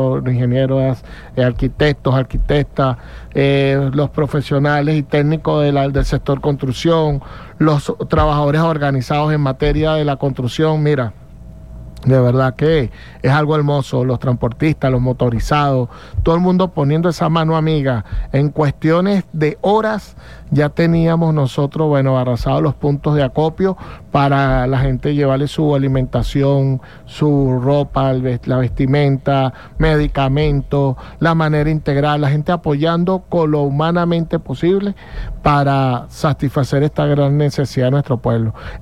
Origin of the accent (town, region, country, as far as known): Venezuela